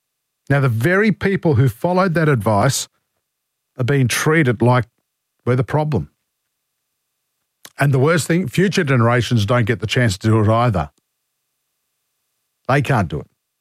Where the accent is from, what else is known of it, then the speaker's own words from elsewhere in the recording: New South Wales, Australia; born there; I was born in New South Wales. Well, I think I was born in New South Wales